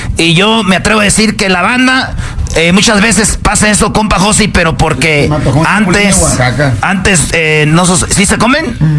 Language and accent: Spanish; Mexico; Señores, yo soy orgulloso de México, de los mexicanos.